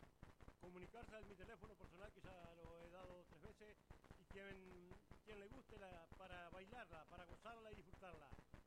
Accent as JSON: {"language": "Spanish", "region": "Salto", "country": "Uruguay", "also_born_or_lived": "Artigas", "said": "y ahora estamos acá en Salto, porque soy salteño."}